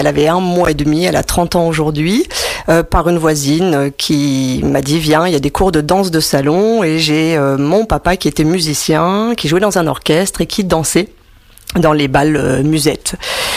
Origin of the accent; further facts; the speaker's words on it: Hauts-de-France, France; donc je ne suis pas de la région parisienne, je suis picarde.